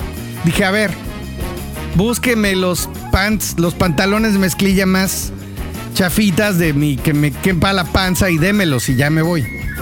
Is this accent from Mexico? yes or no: yes; Mexico City, Mexico; now in Yucatán Peninsula, Mexico; su servidor … como buen guach, Yucahuach chilango, pues no trajo a la península ningún tipo de pantalón largo